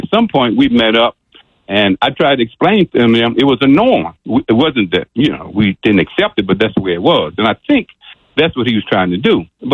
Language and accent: English; Monroe, Louisiana, United States; also born or lived in Lake Providence; life challenged me very early from a childhood growing up in Monroe, Louisiana. I actually was born in Lake Providence.